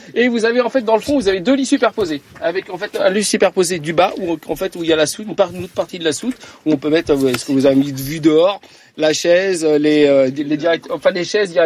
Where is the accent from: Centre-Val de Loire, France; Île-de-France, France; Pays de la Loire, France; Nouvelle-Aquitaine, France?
Pays de la Loire, France; Angers; nous sommes originaires d'Angers